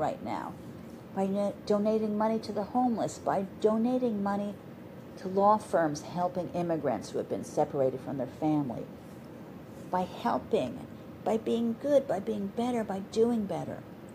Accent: New Jersey, United States; since the best thing about growing up on the Jersey Shore was the Jersey Shore, I never understood why my parents decided to drag their children

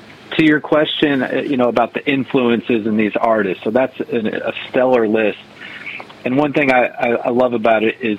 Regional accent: Bridgman, Michigan, United States; growing up in Bridgman, Michigan

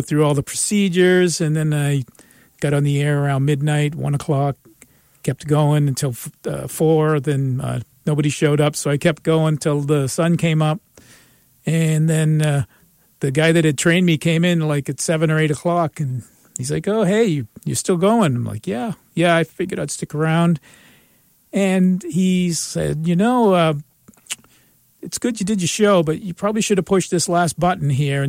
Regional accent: Yarmouth, Maine, United States; I grew up in Yarmouth.

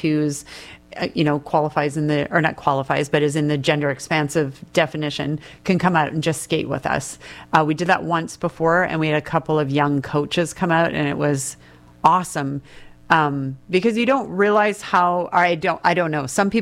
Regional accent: Canada; now in Eugene, United States; I'm from Canada, and the rink never closes.

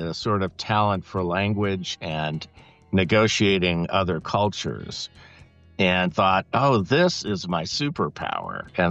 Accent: Indianapolis, Indiana, United States; born there; moved away; So I was born in Indianapolis, Indiana in the 60s

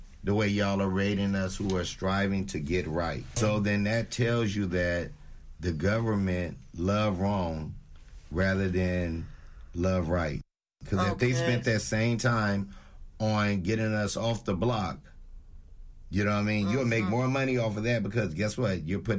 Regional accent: San Francisco, California, United States; also born or lived in Stone City; I'm born and raised in San Francisco, Hunters Point. And then, you know, and I was raised over in Stone City as well.

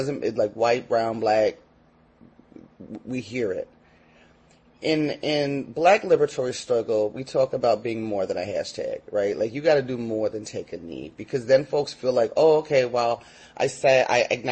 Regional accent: the Bay Area, California, United States; when they heard I was from the Bay

